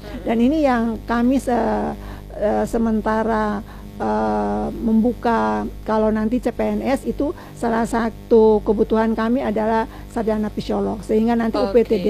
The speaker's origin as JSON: {"language": "Indonesian", "town": "Ambon", "region": "Maluku", "country": "Indonesia", "said": "kita kan orang Ambon"}